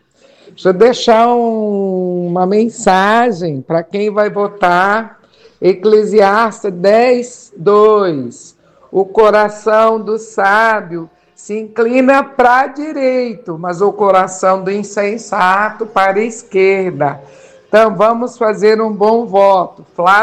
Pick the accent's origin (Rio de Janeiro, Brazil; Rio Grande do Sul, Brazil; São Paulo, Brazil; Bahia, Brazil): Rio Grande do Sul, Brazil; Flores da Cunha; born there; Não, eu nasci em Flores da Cunha, Rio Grande do Sul. Sou descendente de alemães, italianos, gaúcha.